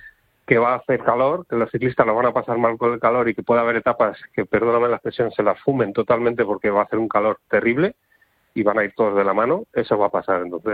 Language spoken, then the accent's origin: Spanish; Segovia, Castile and León, Spain; es de mi tierra, de Segovia